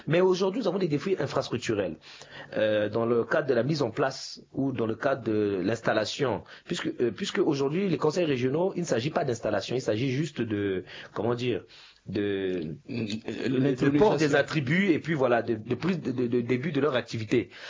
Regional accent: Central African Republic; en tant que Centrafricain

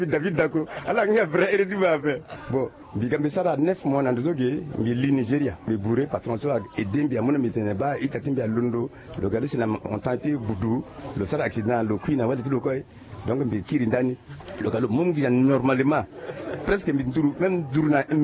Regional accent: Central African Republic; moi je suis de Centrafrique

